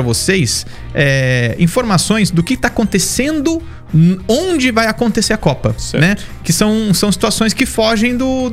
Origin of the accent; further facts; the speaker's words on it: Iran; now in Florida, United States; Olha, eu vou torcer porque é sangue do meu sangue, é minha língua, é minha terra natal.